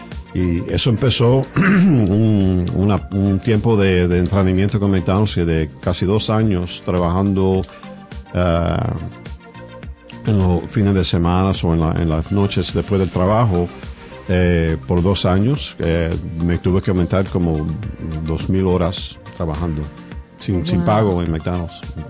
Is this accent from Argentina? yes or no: no; Cuba; now in United States; yo soy cubano, que soy hispano.